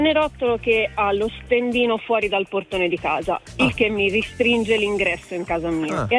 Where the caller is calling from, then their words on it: Castiglion Fiorentino, Tuscany, Italy; Io chiamo da Castiglion Fiorentino, in provincia di Arezzo.